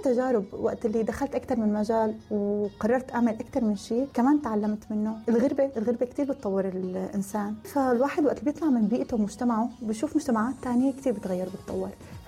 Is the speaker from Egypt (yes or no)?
no; Syria; now in United Arab Emirates; هن شعب جدا متعاون، بيحبوا الناس، ونحن كسوريين محبوبين بالامارات. يعني انا عن تجربتي، انا سلال تجربتي شي 7 سنين تاكل، بس نحن كسوريين شعب محبوب بالامارات.